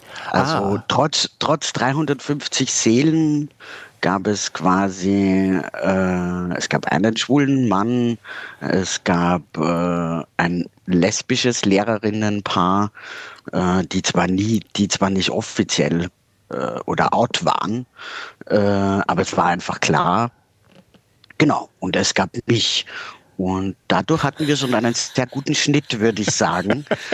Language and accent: German; Lower Austria, Austria; now in Berlin, Germany; Also ich komme aus Österreich.